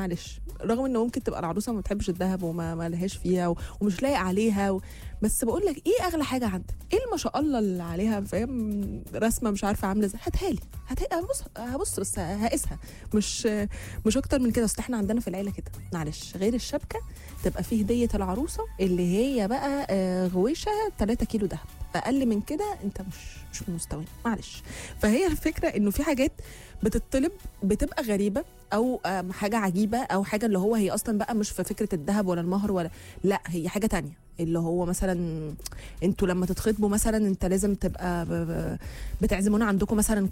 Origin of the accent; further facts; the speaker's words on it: Egypt; عندنا في مصر